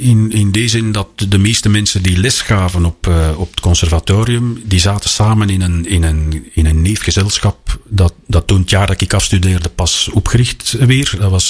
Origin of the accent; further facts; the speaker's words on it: Essen, Flanders, Belgium; born there; moved away as an adult; also born or lived in Antwerp; Ja, ik kwam van Est. dat was ondertussen is Est ook al wat veranderd, maar toen was dat toch echt nog een dorp. En, dus naar Antwerpen vertrekken.